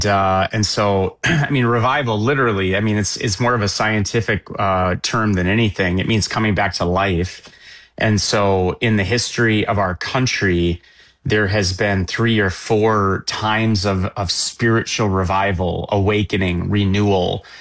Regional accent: North Dakota, United States; I'm from North Dakota. I think when I grew up, man, we always used to say there was 500, maybe 600,000 people in the state.

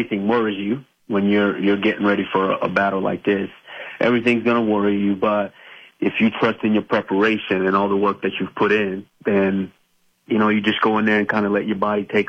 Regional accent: Arlington, Texas, United States; right across from the Red River, so I grew up in Arlington, Texas.

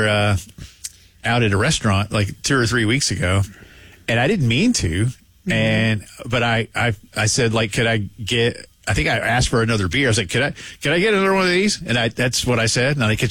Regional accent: the South, United States; But I'm a Southerner, and I'm in my 20s.

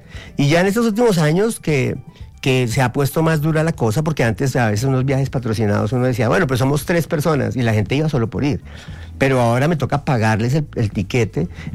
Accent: Tunja, Boyacá, Colombia; now in Bogotá, Colombia; momentos de mi vida fue cuando me mandaron a estudiar a Bogotá. Porque pues Tunja es muy bonito y es mi tierra, pero era un pueblito así y uno con ganas de conocer el mundo

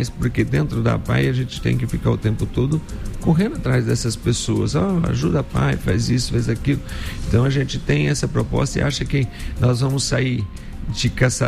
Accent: Curitiba, Paraná, Brazil; moved away; Saí de Curitiba, né? Aí, rapaz, eu vim e falei assim, eu vou ter que ganhar um dinheiro lá, porque se eu tiver que voltar, eu não tenho dinheiro para voltar.

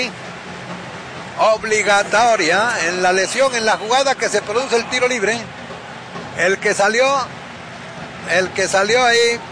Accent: Jacaleapa, El Paraíso, Honduras; allá en mi pueblo, Jacaleapa

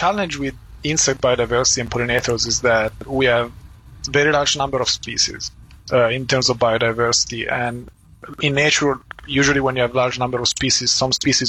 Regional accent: Italy; now in Canada; I mean, for me, I came from Italy, and the boreal forest is such a wild place, and for us in Europe we don't have that perception of space and nature in such a large scale.

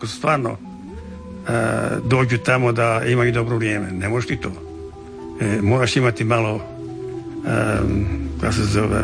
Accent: Čavoglave, Šibenik-Knin County, Croatia; now in Australia; Ja sam Hrvat, ja nikad neću prestati biti Hrvat.

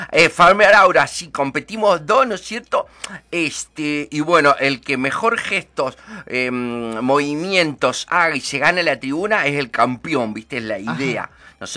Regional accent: Buenos Aires, Argentina; Sí, pero yo soy de Buenos Aires

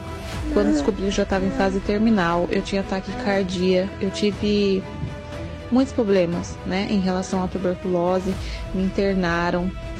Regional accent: Sorocaba, São Paulo, Brazil; sou de Sorocaba.

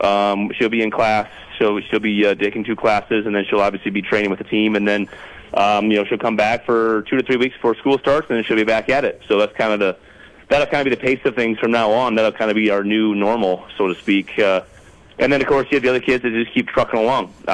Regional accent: South Dakota, United States; growing up in South Dakota

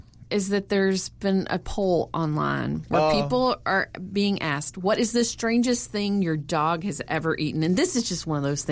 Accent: the South, United States; That's a hard word for me as a Southerner.

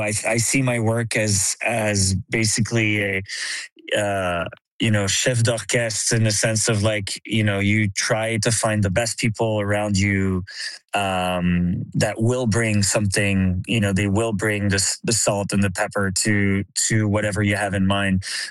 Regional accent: Quebec, Canada; I mean, I feel like, just growing up in Quebec and with the understanding of, like, First Nation

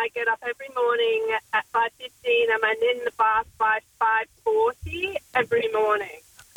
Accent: England, United Kingdom; also born or lived in Teddington; I'm from England.

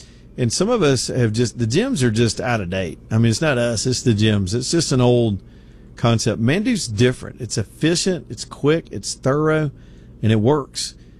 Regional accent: United States; It's just maybe it's because I'm too American.

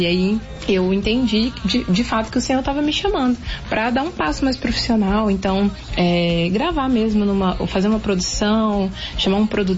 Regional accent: Belo Horizonte, Minas Gerais, Brazil; now in Marajó, Brazil; Eu sou de BH, morava em BH até então, e me direcionar a um campo missionário. Foi assim que eu parei aqui no Marajó.

